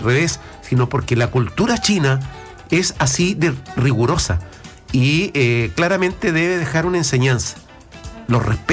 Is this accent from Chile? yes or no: yes; Chile; como chilenos y chilenas